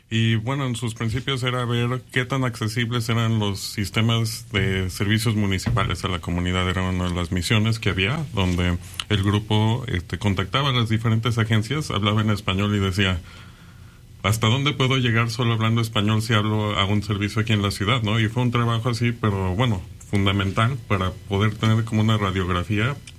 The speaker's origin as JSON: {"language": "Spanish", "country": "Mexico", "tie": "born or raised there", "moved": "as an adult", "lives_now": "Madison, United States", "said": "Yo soy originario de México, llegué aquí en el 96 a los 20 años, ya llevo acá la mayoría de mi vida"}